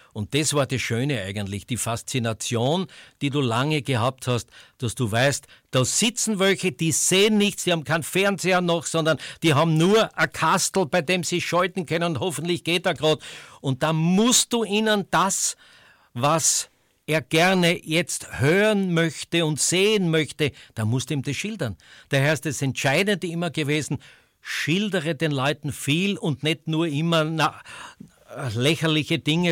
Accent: Styria, Austria; Und ich war halt ein Steirer, der halt ein bisschen schert.

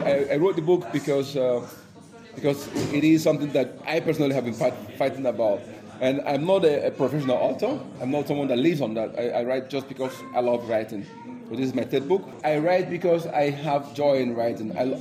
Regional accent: Nigeria; born there; English is a second language; moved away as an adult; I was born in Nigeria. Igbo, born, been living here now since 1994, quite a long time.

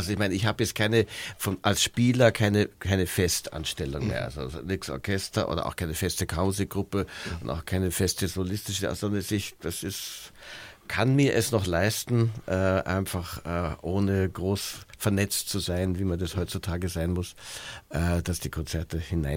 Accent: Bavaria, Germany; moved away as an adult; now in Vienna, Austria; ich bin groß geworden in der Gegend von München

